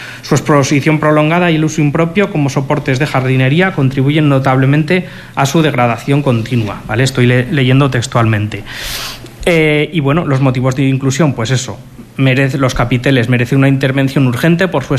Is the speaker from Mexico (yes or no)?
no; Aragon, Spain; ahora todas las cinco villas estamos en el partido judicial de Egea